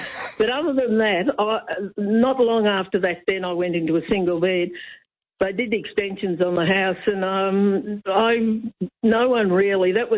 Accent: Colac, Victoria, Australia; Down near Colac. My dad was on a farm down near Colac, had a big farm.

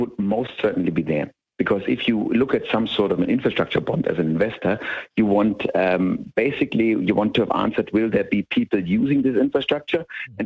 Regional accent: Germany; now in Australia; You can be optimistic about, you can't even be optimistic about my home country of Germany, where we've seen the economy shrink, population decline.

